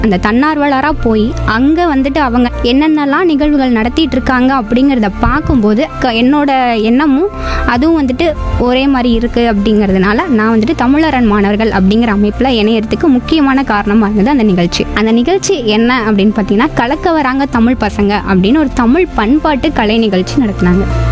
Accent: Salem, Tamil Nadu, India; நான் வந்து சேலம் தான் பிறந்து வளர்ந்து இப்ப இருக்கிறது எல்லாமே சேலம்.

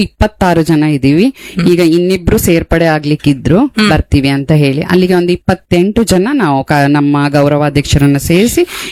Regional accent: Raichur, Karnataka, India; now in Kota, India; ನಾವು ಹುಟ್ಟಿ ಬೆಳೆದಿದ್ದೆಲ್ಲ ರಾಯಚೂರು, ಮದುವೆ ಆಗಿ ಬಂದಿದ್ ವಾಪಸ್ ಬೈಂದೂರ್ಗೆ, ಆಮೇಲೆ ಮತ್ತೆ ನಾವು ಇಲ್ಲೇ ಇದ್ದಿದ್ದೀಗ ಕೋಟಕ್ಕೆ ಬಂದದ್ದು.

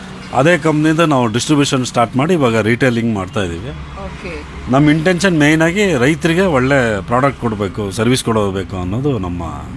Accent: Konandur, Karnataka, India; now in Shivamogga, India; ನಮ್ಮ ನೇಟಿವ್ ಬಂದು ಕೋಣಂದೂರು, ತೀರ್ಥಳ್ಳಿ ತಾಲೂಕು. ಶಿವಮೊಗ್ಗ ಬಂದು

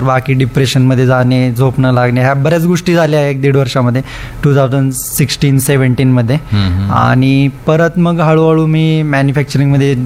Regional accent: Osmanabad, Maharashtra, India; आता मी उस्मानाबादचाच आहे ना, कधी कधी रिलेटिव्ह आहेत

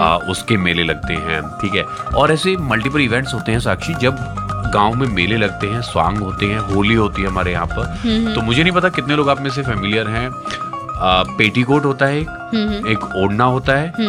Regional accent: Haryana, India; accent: Haryanvi; मैं हरियाणा से आता हूँ वो कल्चरल चीज़ें जो हैं वो हमारे अंदर हैं बचपन से हमने देखी हैं

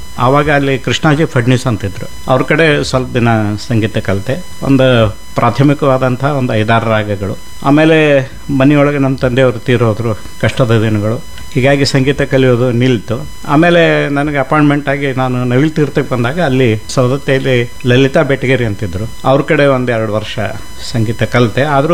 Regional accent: Pachapur, Karnataka, India; So 63 ನಾನು ಹುಟ್ಟಿದ್ದು, 1963. ಬಾಲ್ಯ ಪಾಚಾಪುರದಲ್ಲೇ.

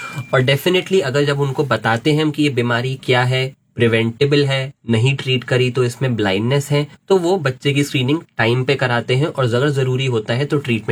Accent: Moradabad, Uttar Pradesh, India; मैं मुरादाबाद का ही जन्मा हूँ 1994 में।

